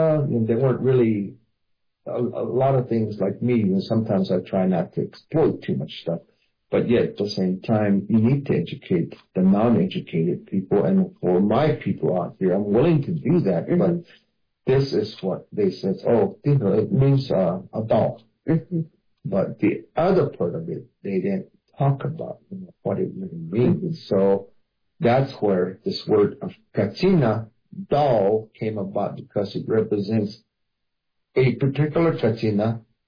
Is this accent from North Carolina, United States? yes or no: no; Arizona, United States; first language Hopi; English is a second language; I've always spoken Hopi as my first language. It's never been English.